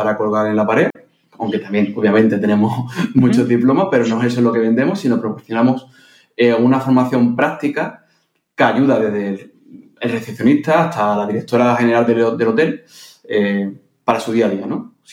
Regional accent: Huelva, Andalusia, Spain; Soy de Huelva y me encanta mi tierra, desconocida por muchos y eso hace que conserve ese encanto especial que espero que no pierda.

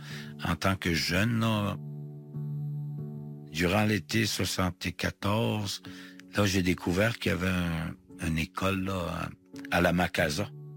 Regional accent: Pessamit, Quebec, Canada; Je suis natif de Pessamit, sur la côte nord, entre Forestville et Baie-Comeau.

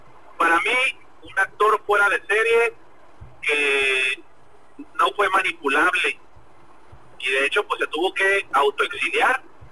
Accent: Tijuana, Baja California, Mexico; Me preguntó qué hacía ahí en Ciudad de México, o si era de ahí. Le dije, no, pues vengo de Tijuana, tenemos un evento de boxeo

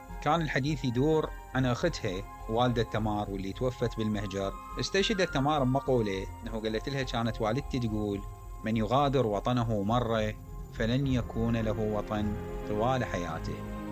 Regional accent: Iraq; نشعر إحنا كعراقيين

